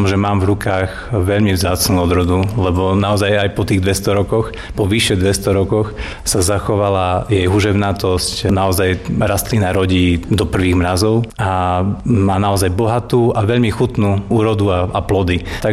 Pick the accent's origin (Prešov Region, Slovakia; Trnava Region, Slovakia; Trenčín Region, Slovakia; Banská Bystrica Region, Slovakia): Prešov Region, Slovakia; Levoča; born there; ako Levočan rodený